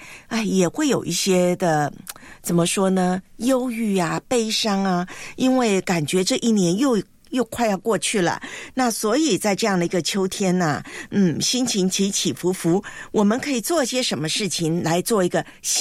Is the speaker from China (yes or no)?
no; Taiwan; moved away; 我的老家台湾